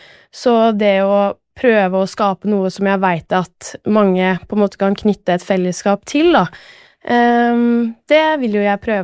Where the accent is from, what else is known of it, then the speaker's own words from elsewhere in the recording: Odal, Innlandet, Norway; hvorav jeg hadde lyst til å da arrangere noe i hjembygda mi da. Så da ble Odalsløpet til, og det ble en suksess.